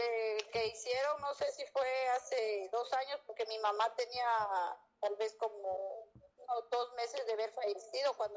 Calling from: Boca del Monte, Guatemala Department, Guatemala; yo soy de aquí, de Boca del Monte.

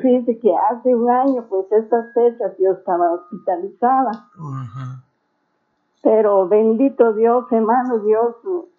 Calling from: San Bartolomé Milpas Altas, Sacatepéquez, Guatemala; yo le hablo de aquí, San Bartolomé, Milpas Altas.

